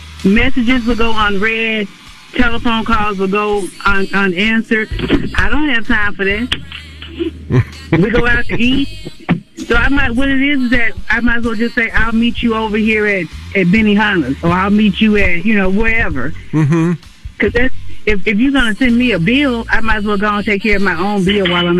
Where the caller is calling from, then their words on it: Minnetonka, Minnesota, United States; I'm calling from Minnetonka.